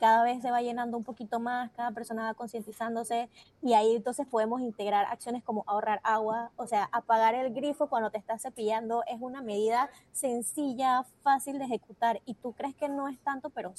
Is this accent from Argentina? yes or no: no; Panama; tenemos 122 áreas protegidas que son nuestras como panameños